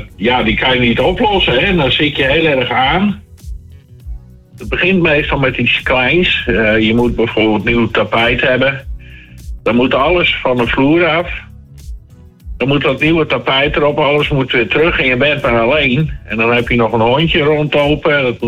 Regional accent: Friesland, Netherlands; Ja, dan ben ik wel een Fries. Maar ik ben een Noorderling natuurlijk.

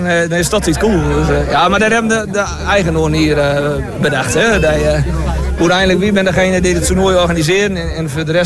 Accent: Stedum, Groningen, Netherlands; Dat is al jaren geleden hadden we bij ons in Stedum. Nou, daar was het een trapveldje. En ik woonde door vlakbij zo in de tijd nog, in Olderlijk Hoes.

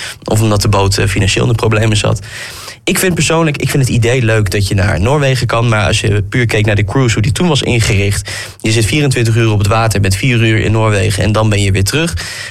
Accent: Groningen, Netherlands; als Groningers die in het aardbevingsgebied hebben gewoond, die in de versterking hebben gezeten

